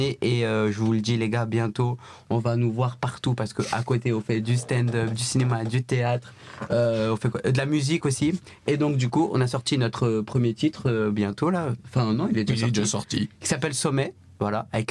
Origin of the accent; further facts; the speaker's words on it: Paris, Île-de-France, France; Et voilà, moi je suis de Paris.